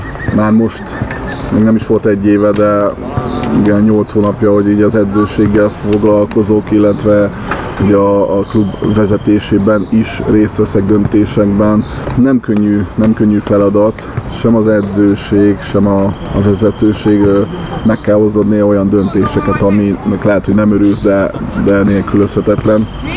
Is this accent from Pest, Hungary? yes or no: no; Orosháza, Békés, Hungary; also born or lived in Tata / Tatabánya; now in Szeged, Hungary; Gyakorlatilag Orosházán születtem, ott nőttem föl, Szegeden voltak a legszebb éveim, egymáshoz 40 perc távolságra van, szóval én egész fél életemet ezen a 40 percen éltem